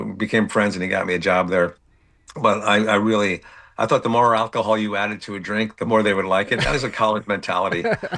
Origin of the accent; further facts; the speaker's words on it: Bridgeport, Connecticut, United States; moved away as an adult; I grew up in Connecticut, Bridgeport, Connecticut. So I'm an East Coast guy.